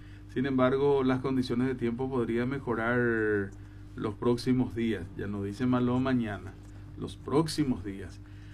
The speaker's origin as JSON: {"language": "Spanish", "country": "Paraguay", "said": "Yo soy paraguayo"}